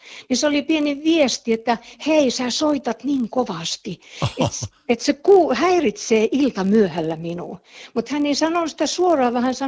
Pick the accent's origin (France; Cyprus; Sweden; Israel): Sweden; Gothenburg, Västra Götaland; Finnish is a second language; now in Finland; Semmoistahan mä en ollut nähnyt koskaan siellä meillä päin Göteborgissa. Että se oli lasten, jos kellä oli semmoinen, kun talvia ei oikein siellä ollut.